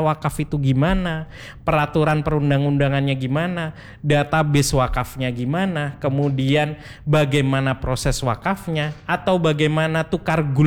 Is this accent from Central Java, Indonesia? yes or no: yes; Sukoharjo, Central Java, Indonesia; Saya asli Sukoharjo, Mas.